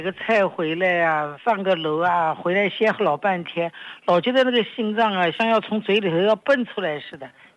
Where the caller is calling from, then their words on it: Nanjing, Jiangsu, China; 我是南京的一个朋友啊。